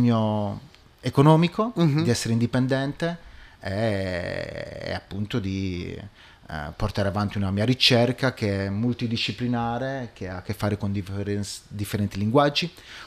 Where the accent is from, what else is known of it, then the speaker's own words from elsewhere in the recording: Orani, Sardinia, Italy; moved away as an adult; Ma io sono nato e cresciuto a Orani, che è un piccolo paese in provincia di Nuoro. A un certo punto ho sentito l'esigenza di lasciare l'isola a 20 anni